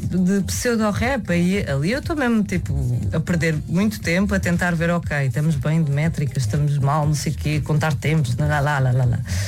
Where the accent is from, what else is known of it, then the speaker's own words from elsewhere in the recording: Caldas da Rainha, Centro, Portugal; moved away as an adult; also born or lived in Lisbon; sou alfacinha de nascença, tipo, eu só vim nascer cá. Não tenho mesmo... Então, eu cresci nas Caldas até aos 18 anos.